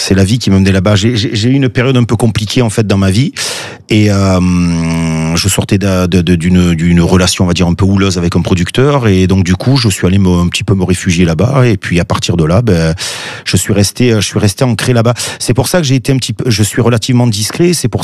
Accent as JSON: {"language": "French", "town": "Marseille", "region": "Provence-Alpes-Côte d'Azur", "country": "France", "tie": "born or raised there", "moved": "as an adult", "lives_now": "Ardèche, France", "said": "Non, je suis pas né en Ardèche, je suis né à Marseille."}